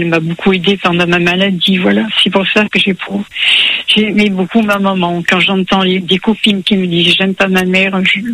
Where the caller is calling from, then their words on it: Sanary-sur-Mer, Provence-Alpes-Côte d'Azur, France; Je vous appelle, je suis près de Sanary, dans le Var.